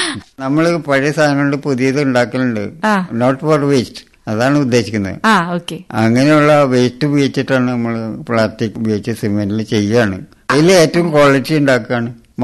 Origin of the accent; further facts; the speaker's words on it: Kozhikode, Kerala, India; Kozhikode.